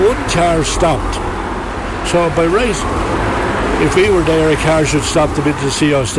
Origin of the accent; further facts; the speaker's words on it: Rosslare, Leinster, Ireland; I lived in Rosslare, I was born in Rosslare.